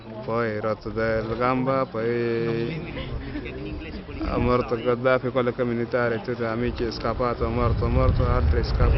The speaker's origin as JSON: {"language": "Italian", "country": "Libya", "second_language": "Italian", "said": "Allora, io vengo da Libia. In Libia io ho fatto militare."}